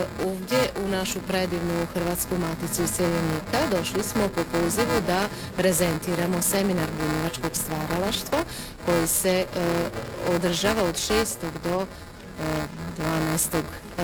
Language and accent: Croatian; Tavankut, Vojvodina, Serbia; dolazim iz Tavankuta.